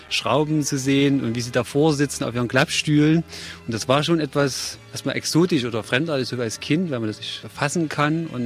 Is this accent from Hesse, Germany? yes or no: no; Glauchau, Saxony, Germany; born there; Ich bin hier in Klauchau geboren, das ist etwa 20 Kilometer von Chemnitz entfernt.